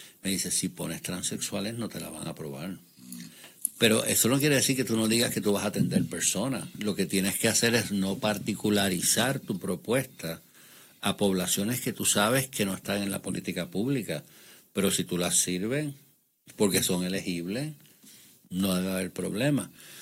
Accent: Puerto Rico; Mira, yo voy a darle énfasis a que somos puertorriqueños, a que somos hispanos, a que somos minorías

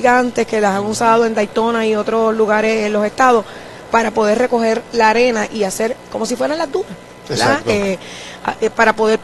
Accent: Puerto Rico; todos somos puertorriqueños

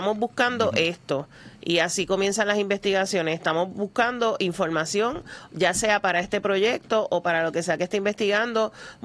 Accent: San Juan, Puerto Rico; Era San Mateo de Cangrejos, que ese es el nombre que aparece en todas partes, y nosotros éramos un pueblo. Éramos un pueblo, así que ahora somos un barrio de San Juan, pero sabes que vivimos y mantenemos esa idiosincrasia

